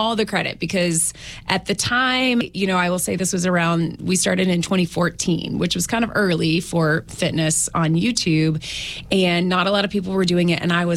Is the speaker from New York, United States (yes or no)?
no; Marion, Virginia, United States; I'm from Marion, born and raised.